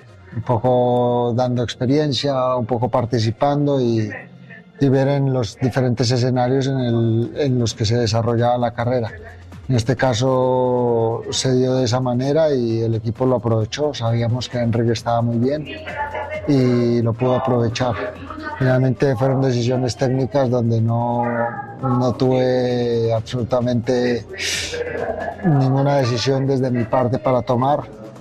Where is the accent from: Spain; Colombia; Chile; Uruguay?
Colombia; así como logramos ganar en las diferentes carreras en el mundo y las mejores carreras en el mundo como colombianos.